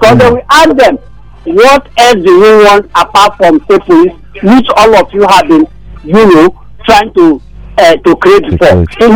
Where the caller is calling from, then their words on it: Abaranje, Lagos, Nigeria; I'm calling from Abaranje